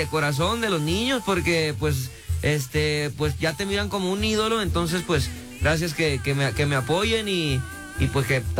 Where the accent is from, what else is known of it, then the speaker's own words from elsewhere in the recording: Santa María de los Ángeles, Jalisco, Mexico; Soy de Jalisco, Santa María de Los Ángeles, Jalisco.